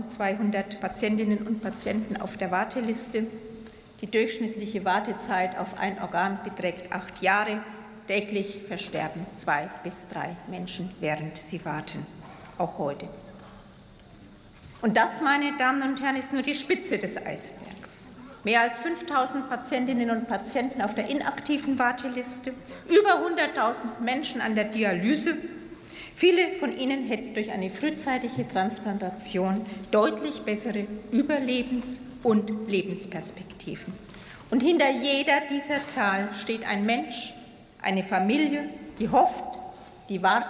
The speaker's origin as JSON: {"language": "German", "town": "Königshofen", "country": "Germany", "tie": "born or raised there", "said": "Zum Beispiel an Tobias Werner aus meiner Heimat in Königshofen, der seit 5 Jahren auf eine Lunge wartet."}